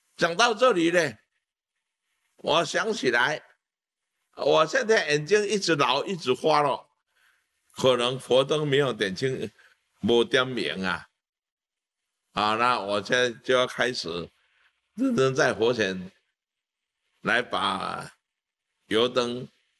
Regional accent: China; 啊，我们中国人还是重视伦理，所以世界四大文明只有中华民族的文明没有灭，其他都灭掉了

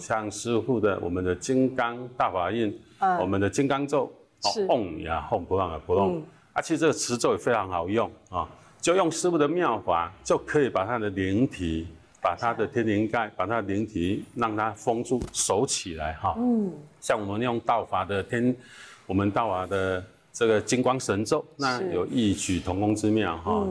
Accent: southern Taiwan, Taiwan; 我就很年轻，我就在、我常跑这个宫庙啊，这个我们乡下人在南部很多这种宫庙文化

